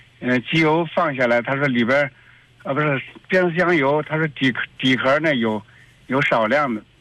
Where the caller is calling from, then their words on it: Shaanxi, China; 我不是，我是陕西人，我在内蒙古这边车坏的这边来了。